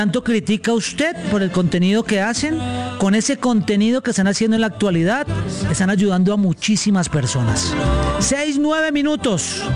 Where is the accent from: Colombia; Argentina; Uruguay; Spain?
Colombia